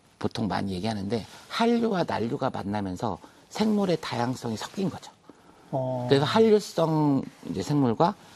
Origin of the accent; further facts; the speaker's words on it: Seoul, South Korea; born there; 저는 이제 서울에서 태어났지만, 부모님이 이제 목포 장흥, 이렇게, 예, 전라도 쪽이라서요.